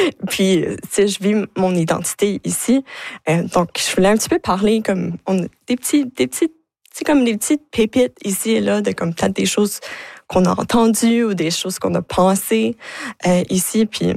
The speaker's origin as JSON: {"language": "French", "town": "Moncton", "region": "New Brunswick", "country": "Canada", "tie": "born or raised there", "said": "moi je viens de Moncton, donc on s'entend dans Nouveau-Brunswick, Moncton, c'est quand même une grande ville. Mais je peux dire que moi, grandissant à Moncton, je ne filais pas comme si c'était une grande ville."}